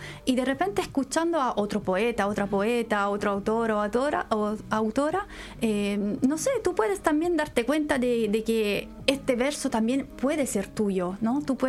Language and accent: Spanish; Naples, Campania, Italy; first language Neapolitan; Spanish is a second language; moved away as an adult; now in Santiago, Chile; Yo digo, soy italiana, pero yo siempre tengo que agregar, soy de Nápoles.